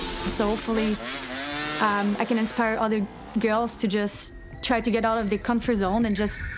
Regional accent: Quebec, Canada; I'm from Quebec.

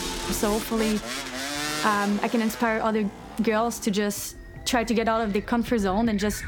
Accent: Quebec, Canada; I'm from Quebec.

